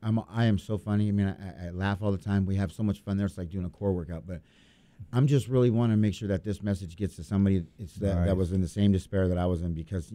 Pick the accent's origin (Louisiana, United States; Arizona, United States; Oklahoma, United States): Arizona, United States; Lake Havasu City; I'm from Lake Havasu.